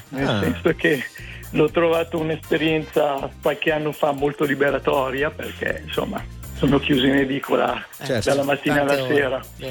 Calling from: Cesano Boscone, Lombardy, Italy; Da Cesano Boscone.

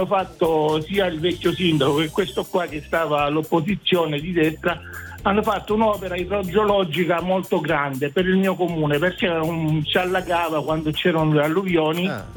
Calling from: Copertino, Apulia, Italy; io chiamo da Copertino, provincia di Lecce.

